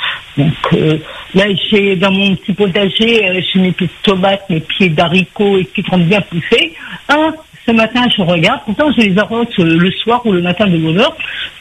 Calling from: Normandy, France; Et j'habite en Normandie.

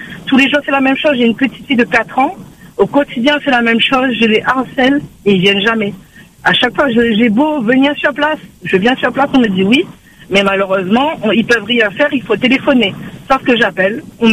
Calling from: Saint-Benoît, Réunion; j'habite à Saint-Benoît.

